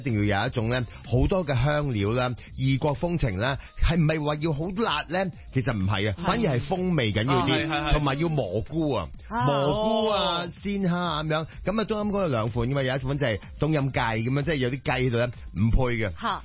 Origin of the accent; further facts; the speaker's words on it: Guangdong, China; 中意，你唔中意啲口味近我哋廣東人嘅主。